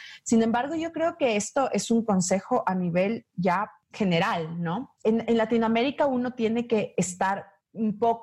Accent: Quito, Pichincha, Ecuador; en la ciudad de Quito, yo soy quiteña

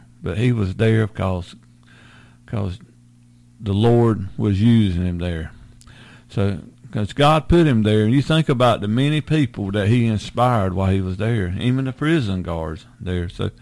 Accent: Sampson County, North Carolina, United States; and I grew up right here in Sampson County

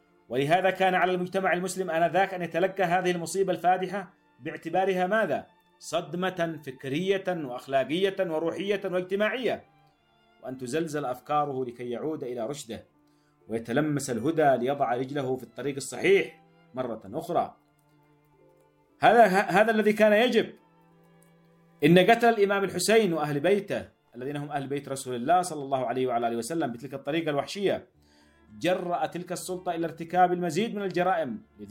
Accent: Yemen; ثم لن نجدهم نحن كيمنيين إلا شركاء قذرين ووقحين في مجازر بشعة وفظيعة

